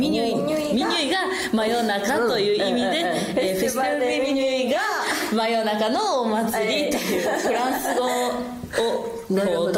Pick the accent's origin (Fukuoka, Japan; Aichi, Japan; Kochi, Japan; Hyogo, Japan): Fukuoka, Japan; moved away; 私は福岡県出身で。